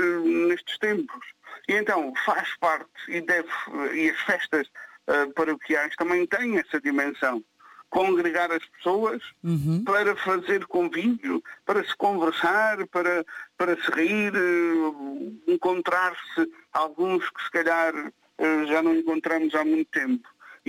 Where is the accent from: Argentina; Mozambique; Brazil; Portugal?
Portugal; Azores; Esta partilha que também faz parte da nossa vivência como açorianos.